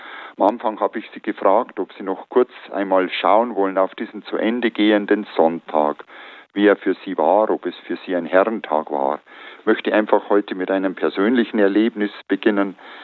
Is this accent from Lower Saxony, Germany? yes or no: no; Bavaria, Germany; Bei uns in der Oberpfalz, in der Diözese Regensburg